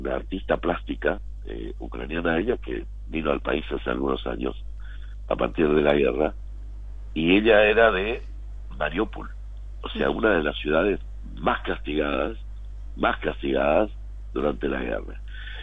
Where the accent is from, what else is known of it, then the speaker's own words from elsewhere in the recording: Misiones, Argentina; Somos argentinos, somos misioneros. Bueno, orgullosamente descendientes de un grupo de gente que ha cruzado el mar y que se ha venido, se ha instalado acá